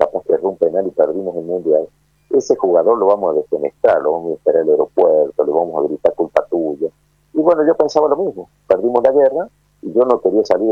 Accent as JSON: {"language": "Spanish", "country": "Argentina", "said": "a pesar que saben que somos argentinos"}